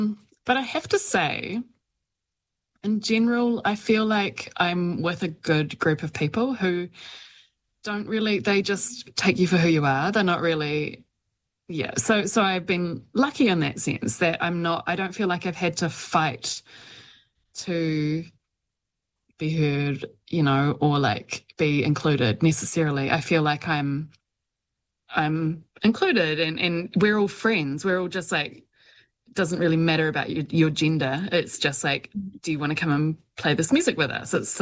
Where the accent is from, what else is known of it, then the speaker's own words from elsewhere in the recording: Auckland, New Zealand; now in Wellington, New Zealand; I grew up in Auckland, like I was saying, and I did start out playing kind of like punky stuff in Auckland